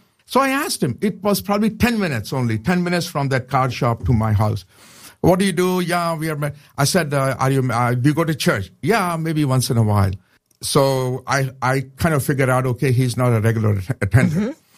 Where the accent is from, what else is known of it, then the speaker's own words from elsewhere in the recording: Pakistan; I said, I'm a Christian from Pakistan.